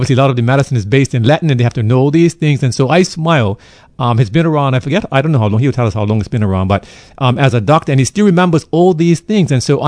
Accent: Bermuda; I was born in Bermuda, but more importantly, I was formed by her people, by your resilience, your warmth, your quiet strength

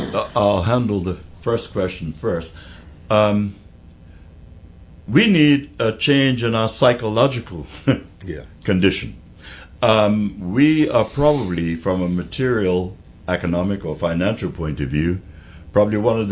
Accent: Bermuda; We have Bermuda status, every last one of us.

